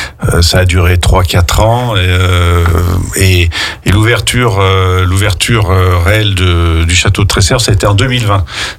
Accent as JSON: {"language": "French", "town": "Aix-les-Bains", "region": "Auvergne-Rhône-Alpes", "country": "France", "tie": "born or raised there", "also_born_or_lived": "Moûtiers / Courchevel", "said": "je suis né à Moutier, donc un peu entre les deux, mais j'ai toujours vécu à Aix-les-Bains, une grande partie de ma vie à Aix-les-Bains et puis Courchevel tous les hivers."}